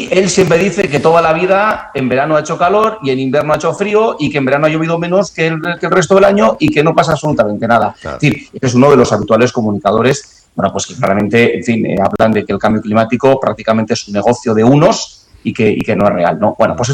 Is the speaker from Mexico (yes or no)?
no; Navarre, Spain; en mi pueblo, que le llaman el orinal de Sacana, porque no hace más que llover